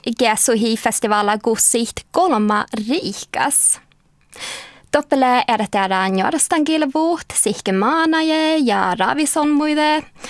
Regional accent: Karesuando, Norrbotten County, Sweden; Och vi börjar i mina hemtrakter i Karesuando.

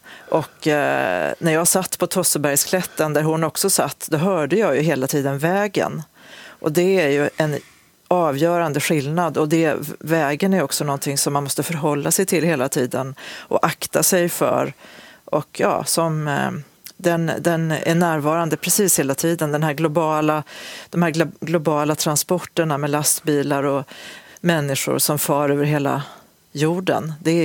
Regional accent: Osebol, Värmland, Sweden; Och när jag gick från Karlstad till Osebol där jag växte upp

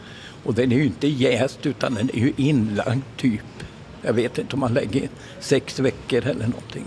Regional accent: Luleå, Norrbotten County, Sweden; moved away as an adult; now in Varberg, Sweden; Jag föddes upp i Luleå. Men jag flyttade ner till Varberg 1971.

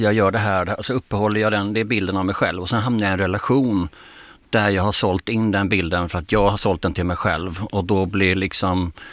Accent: Skåne, Sweden; Jag tänker, du är värmlänning och jag är skåning.

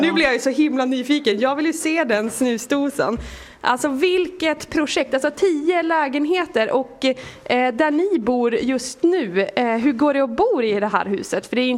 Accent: Åsele, Västerbotten County, Sweden; jag är själv uppvuxen i Åsele

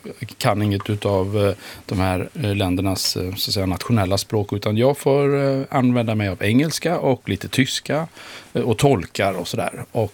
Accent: Skara, Västra Götaland County, Sweden; moved away; när jag växte upp i Skara i Västergötland.

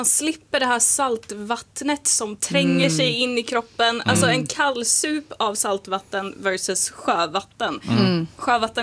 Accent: Alingsås, Västra Götaland County, Sweden; Jag är uppvuxen i Alingsås. Mm. Där finns det en massa sjöar.

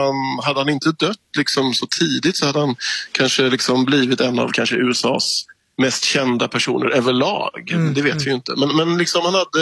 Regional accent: Gothenburg, Västra Götaland County, Sweden; när vi var tonåringar hemma i Göteborg

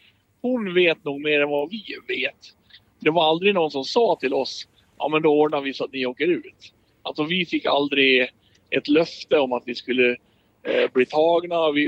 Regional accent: Borlänge, Dalarna County, Sweden; Det är väl inte så många som bryr sig hemma i Borlänge liksom.

